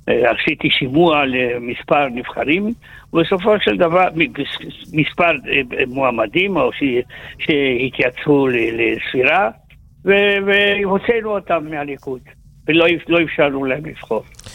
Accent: Haifa, Haifa District, Israel; אני חיפאי

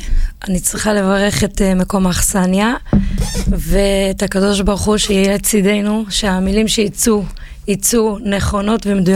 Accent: Netanya, Central District, Israel; בילדות שלי אני גדלה בנתניה, בקריית צאנז, גרה על חוף ים

